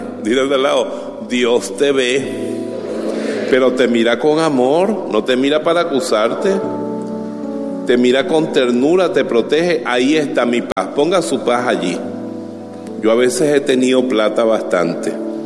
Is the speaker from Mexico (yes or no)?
no; Bejuma, Carabobo, Venezuela; born or raised there